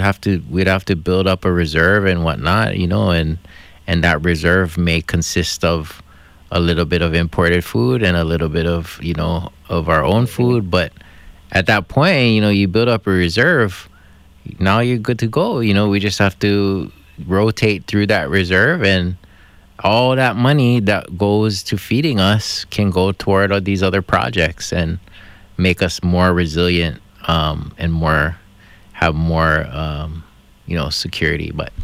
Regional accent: Hawaii, United States; accent: Hawaiian Pidgin; first language Hawaiian Pidgin; English is a second language; As main pidgin is my first language, and then English.

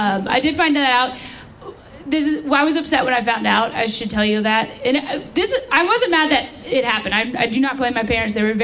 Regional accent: the South, United States; I'm from the South.

